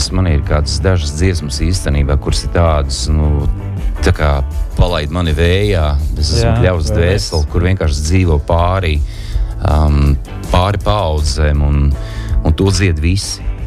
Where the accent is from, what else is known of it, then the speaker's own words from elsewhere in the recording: Liepāja, Kurzeme, Latvia; Es no Liepājas nāku